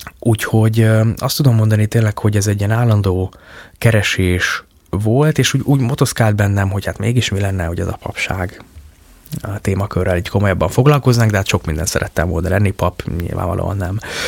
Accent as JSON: {"language": "Hungarian", "town": "Sopron", "region": "Győr-Moson-Sopron", "country": "Hungary", "tie": "born or raised there", "said": "én soproni vagyok, úgy ott a határa"}